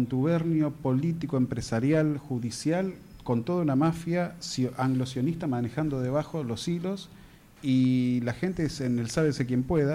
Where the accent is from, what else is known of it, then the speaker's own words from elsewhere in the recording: Argentina; Y somos argentinos